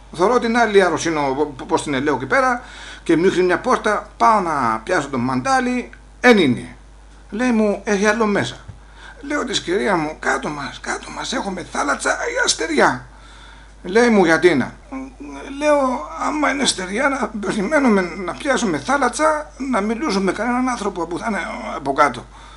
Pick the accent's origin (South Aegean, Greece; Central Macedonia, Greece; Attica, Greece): South Aegean, Greece; Olympos; γιατί να είμαι από την Όλυπο της Καρπάδου και θεωρώ πως έχουμε καλή εταιρεία.